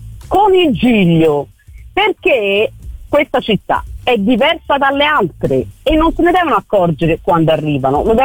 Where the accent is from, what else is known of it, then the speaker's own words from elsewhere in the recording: Florence, Tuscany, Italy; questo lo riconosco da Fiorentina, siamo una città particolare